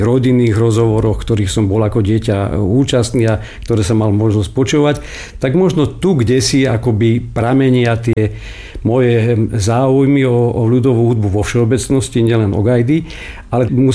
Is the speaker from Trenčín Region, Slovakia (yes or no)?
no; Veľká Lehota, Banská Bystrica Region, Slovakia; born there; Ja som sa narodil vo Veľkej Lehote, to je obec kúsok od Novej Bane, alebo medzi Novou Baňou a Žarnovicou v horách, taká uzatvorená.